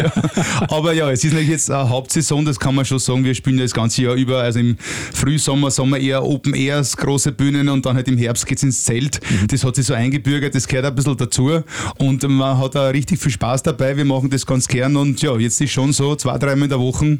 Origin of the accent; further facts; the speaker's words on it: Lower Austria, Austria; wir als Niederösterreicher